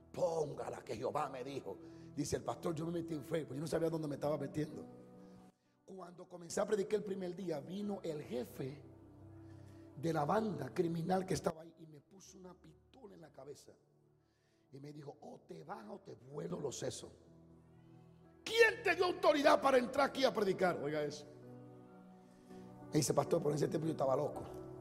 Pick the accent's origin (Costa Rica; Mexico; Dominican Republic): Dominican Republic; Ustedes saben que en mi país la luz no es que viene, no es que se va, es que no viene casi. Pero amamos nuestro país.